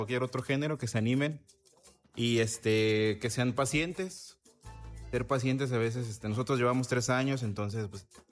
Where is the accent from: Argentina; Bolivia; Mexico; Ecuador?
Mexico; pues ahora sí que uno como mexicano, pues nace creciendo y escuchando cumbia.